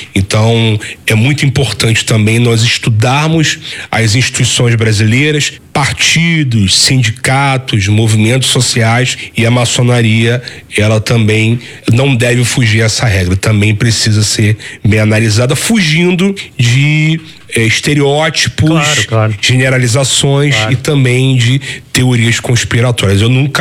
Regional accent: Rio de Janeiro, Brazil; also born or lived in Petrópolis; Todo carioca, ele passa por isso. Eu já saí do Rio de Janeiro, morei em Petrópolis durante 2 anos.

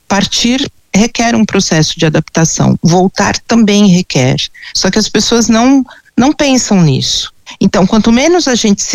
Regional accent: São Paulo, Brazil; eu sou aqui de São Paulo, eu desci em Cumbica, e eu até hoje eu moro na Zona Leste

